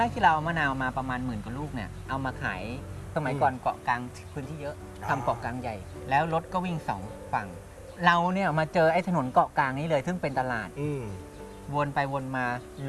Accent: Lopburi, Thailand; now in Saraburi, Thailand; ต้องบอกก่อนว่าเดิมทีเราเนี่ยไม่ใช่คนในพื้นที่จังหวัดสระบุรีผมเป็นคนลพบุรีเป็นคนลำลาย

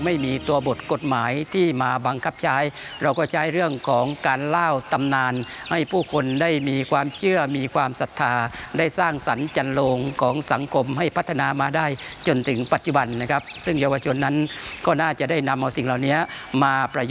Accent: Phatthalung, Thailand; และก็ภาคภูมิใจที่เราเกิดมาเป็นชาวจังหวัดพัทลุงนะครับ

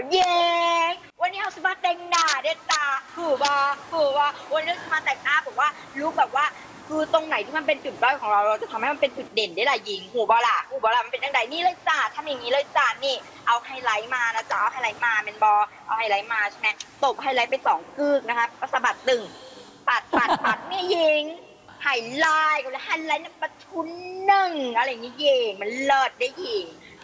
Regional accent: Phang Nga, Thailand; หนูต้องบอกว่าแม่หนูเป็นคนอีสานค่ะอุดรค่ะแต่พ่อต้องอยู่ภาคใต้ค่ะ

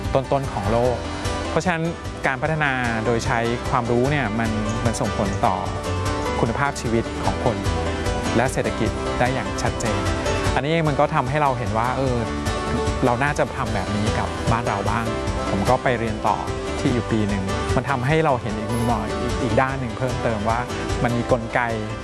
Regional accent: Bangkok, Thailand; ผมก็เป็นคนที่ชอบวาดรูปแต่เด็กเราเองก็เติบโตในเมืองในกรุงเทพที่มันมีปัญหาอยู่เยอะเจอน้ำท่วมเดินลุยน้ำรถติดไปเรียน2ชั่วโมง

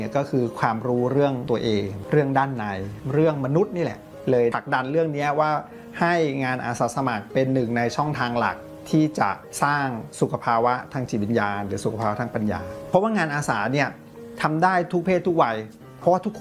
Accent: Bangkok, Thailand; born or raised there

